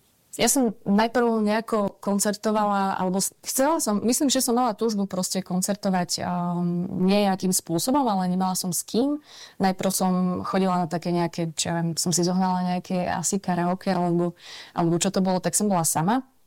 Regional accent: Košice, Košice Region, Slovakia; also born or lived in Prešov; Pochádzam z Košíc. A tam stále aj žijem, ale zároveň pracujem v Prešove, čiže Prešov sa dá povedať, že je môjim druhým domovom a stalo sa to počas vysokej školy, lebo ja som študovala v Prešove na vysokej škole. Čiže ja si tu tak vlastne pendlujem medzi Košicami a Prešovou

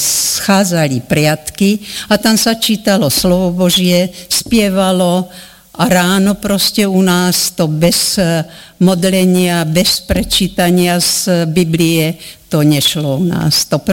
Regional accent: Moťová, Banská Bystrica Region, Slovakia; now in Zvolen, Slovakia; Títo štyria proste prví uverili v Moťovej, kde som sa ja narodila. To je tu proste ako, už sme z Volenčania dlhší čas, no ale vtedy sme boli Moťovania. A Moťovská dedina tá bola celá evangelická.

